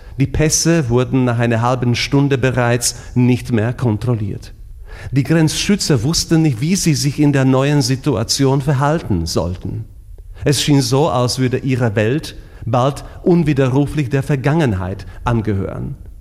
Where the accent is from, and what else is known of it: Slovakia